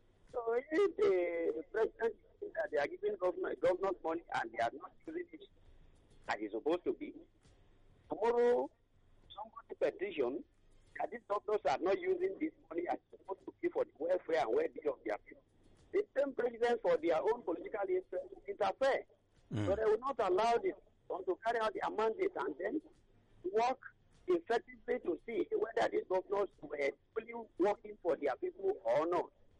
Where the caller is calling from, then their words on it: Kogi, Nigeria; I myself, I'm from Kogi.